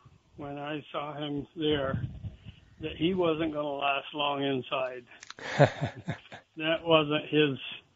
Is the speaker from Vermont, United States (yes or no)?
yes; Hinesburg, Vermont, United States; I grew up in Heinsberg.